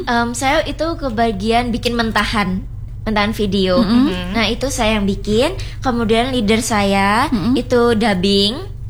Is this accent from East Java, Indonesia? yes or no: yes; Ponorogo, East Java, Indonesia; moved away as an adult; now in Malang, Indonesia; asal saya dari Ponorogo